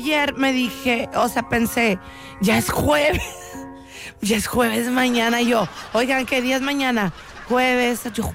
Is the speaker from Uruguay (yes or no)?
no; Mexico; los mexicanos queremos ser como los argentinos en todo.